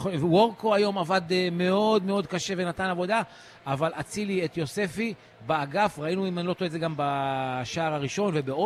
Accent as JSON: {"language": "Hebrew", "region": "Northern District", "country": "Israel", "said": "אני מהצפון"}